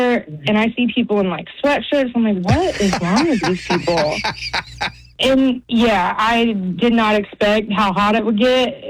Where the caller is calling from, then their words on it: Alaska, United States; I'm from Alaska.